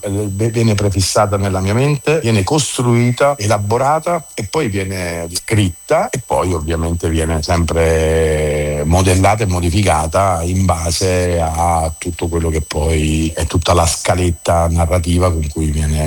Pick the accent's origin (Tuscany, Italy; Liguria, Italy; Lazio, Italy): Lazio, Italy; Rome